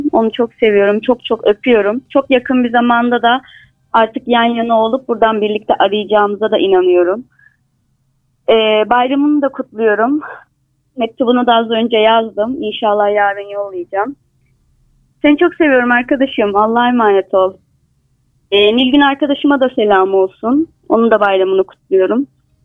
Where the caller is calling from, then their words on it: Alaçam, Samsun, Turkey; Alaçam'dan.